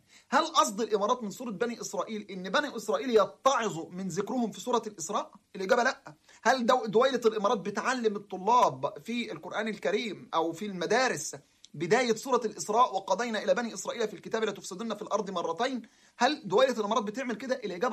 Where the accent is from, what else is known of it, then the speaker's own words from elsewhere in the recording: Egypt; زي ما المناهج التعليمية عندنا في مصر اتغيرت